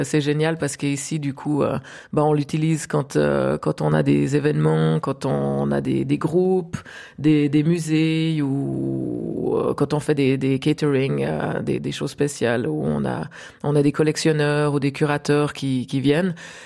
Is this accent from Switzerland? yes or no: yes; Grancy, Vaud, Switzerland; parce que moi j'ai grandi au pied du Jura, comme vous l'avez mentionné, dans un petit village qui s'appelle Grancy, où à l'époque